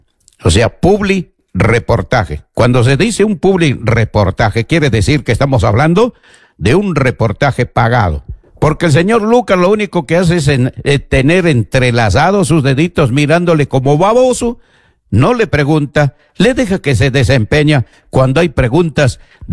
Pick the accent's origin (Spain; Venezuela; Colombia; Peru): Peru; Junín; Sí, somos de Junín.